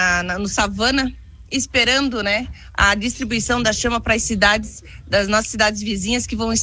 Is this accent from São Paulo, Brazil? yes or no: no; Santa Catarina, Brazil; Estou na minha terra, estou em casa